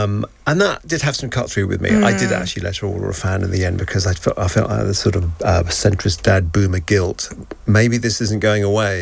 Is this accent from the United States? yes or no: no; Croydon, London, United Kingdom; my mum was from Bolivia, and when I grew up in Croydon